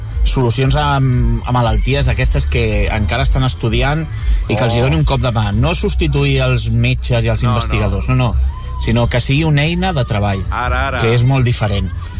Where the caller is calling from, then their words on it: Badalona, Catalonia, Spain; de Badalona.